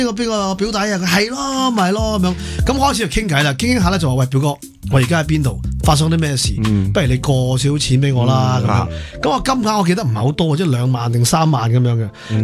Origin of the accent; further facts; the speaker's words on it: Hong Kong; 我哋香港人其实即系精明同埋受过好多高等教育噶嘛，